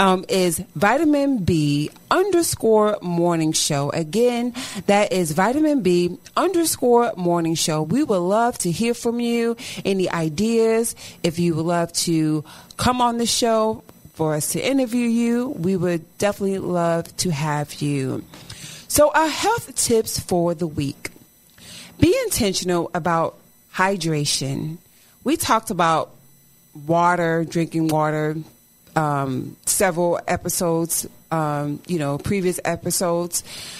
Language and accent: English; New Jersey, United States; I'm from Jersey, Cora, so we say soda.